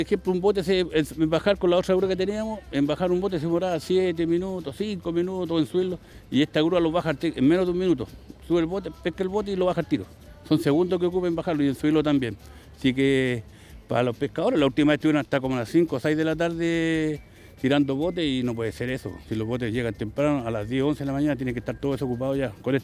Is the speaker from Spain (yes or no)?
no; Chile; somos pescadores artesanales, somos chilenos.